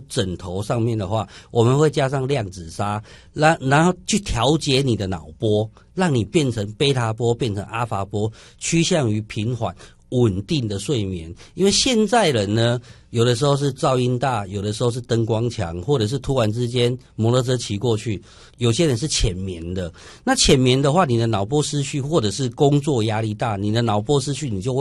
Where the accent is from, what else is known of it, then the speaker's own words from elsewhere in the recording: Taiwan; 可是现在我们台湾人虽然去到那么冷的地方